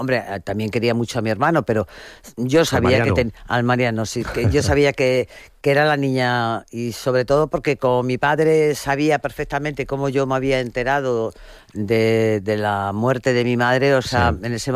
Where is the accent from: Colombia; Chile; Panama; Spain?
Spain; Madrid, Community of Madrid; Madrid es la ciudad donde yo crecí. Luego ya me fui cuando decidí